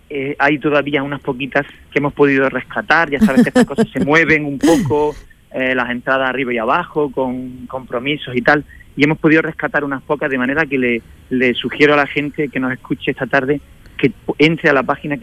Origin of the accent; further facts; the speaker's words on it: Granada, Andalusia, Spain; yo descubrí que yo era granadino y que yo era andaluz